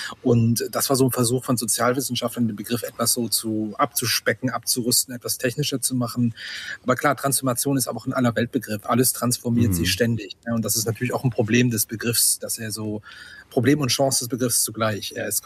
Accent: Hettstedt, Saxony-Anhalt, Germany; für eine Demonstration in meiner Heimatstadt Hettstedt in Mansfeld-Südharz.

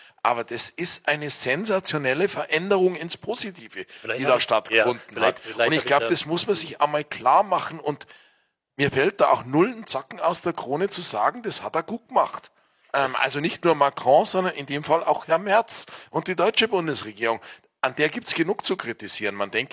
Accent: Germany; Und wir haben als Deutsche ein ganz großes Interesse

